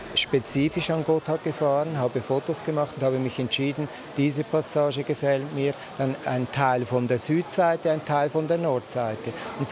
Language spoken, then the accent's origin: German; Göschenen, Uri, Switzerland; Ich komme ja von Göschenen, das ist mein Heimatort. Und ich bin natürlich schon als Kind gerne am Bahnhof und habe geschaut.